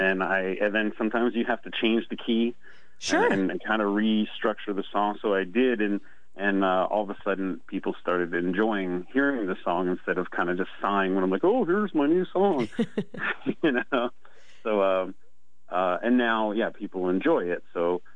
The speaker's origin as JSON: {"language": "English", "town": "Long Island", "region": "New York", "country": "United States", "tie": "born or raised there", "moved": "as an adult", "said": "Originally, I'm from New York, Long Island, and I spent about 23 years there. I moved out to Arizona, and I've been out in Arizona about 23 years"}